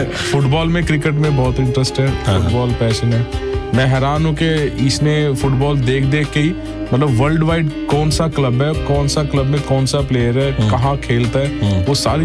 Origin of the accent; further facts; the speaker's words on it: Anandpur Sahib, Punjab, India; हम लोग उसी धरती से हैं जहाँ पे इसकी शुरुआत हुई अनंतपुर साहिब तो अनंतपुर साहिब इज अवर तहसील पहले तहसील अभी नंगल है